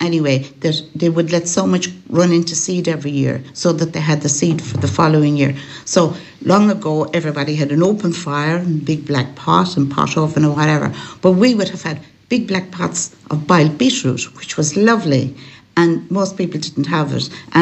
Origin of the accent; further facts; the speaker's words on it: Bundara Hallin, Connacht, Ireland; also born or lived in Toom; Yes, I'm a Galway girl. I was born in Toom and I grew up in Bundara Hallin in County Galway, which actually is inside the border of Mayo.